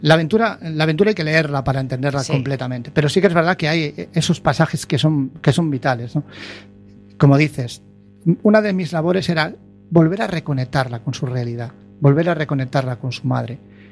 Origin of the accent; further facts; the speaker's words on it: Baiona, Galicia, Spain; accent: Galician; moved away as an adult; soy de Bayona.